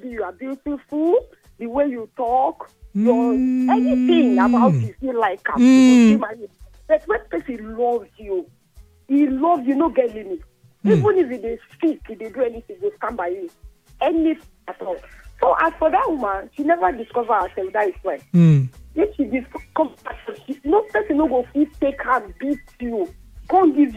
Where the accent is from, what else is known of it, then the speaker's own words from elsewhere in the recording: Lagos, Nigeria; I come from Banana Island.